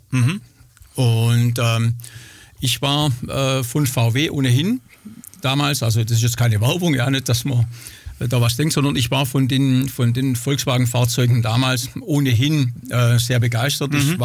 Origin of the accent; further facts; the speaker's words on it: Schlierbach, Germany; ich komme aus Schlierbach